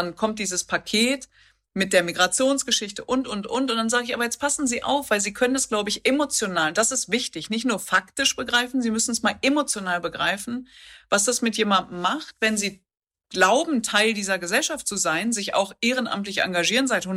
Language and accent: German; North Rhine-Westphalia, Germany; ich komme aus dem Pott.